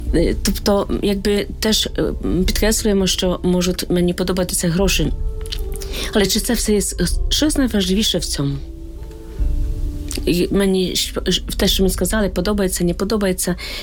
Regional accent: Boryspil, Kyiv Oblast, Ukraine; Так, я також з Борисполя, парафія Переображення Господнього

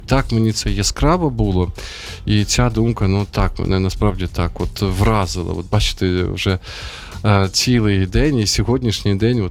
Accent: Sumy, Sumy Oblast, Ukraine; now in Kyiv, Ukraine; моє рідне місто, Суми

